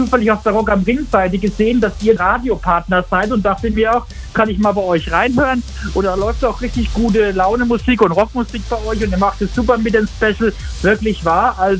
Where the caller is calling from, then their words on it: Sonnefeld, Bavaria, Germany; Sonnefeld, ja genau. Das liegt ganz im Norden von Bayern in Oberfranken. Das ist an der Grenze zu Thüringen, aber schon Oberfranken.